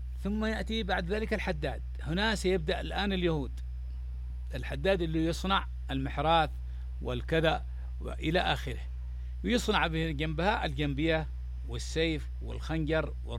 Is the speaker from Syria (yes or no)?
no; Yemen; عندنا في اليمن